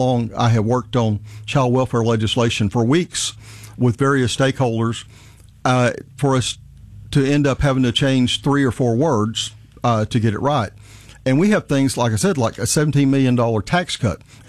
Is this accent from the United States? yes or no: yes; Lonsdale, Arkansas, United States; I'm from Lonsdale, just outside of Hot Springs.